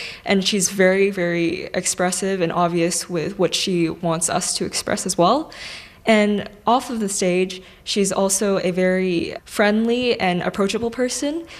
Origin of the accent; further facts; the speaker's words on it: San Diego, California, United States; I'm from San Diego, California, and I play percussion.